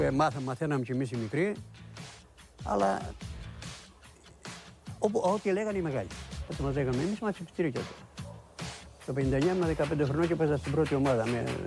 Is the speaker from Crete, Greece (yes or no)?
yes; Heraklion, Crete, Greece; Εμείς πιο πολλά παιδιά είμαστε εκεί από το Πανάνιο, από κάτω.